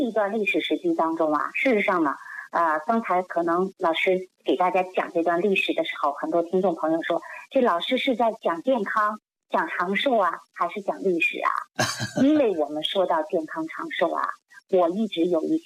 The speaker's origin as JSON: {"language": "Chinese", "country": "China"}